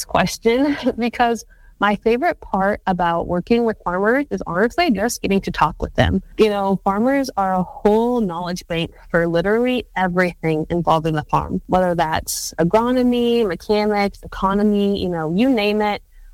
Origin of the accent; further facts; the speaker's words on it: Lawrence, Kansas, United States; So I'm originally from Lawrence, Kansas, and I did not grow up with any background in agriculture whatsoever.